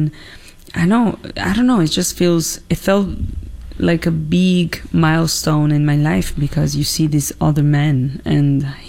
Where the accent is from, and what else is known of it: Piedmont, Italy; born or raised there; accent: Piemontese; English is a second language; moved away as an adult; also born or lived in Dominican Republic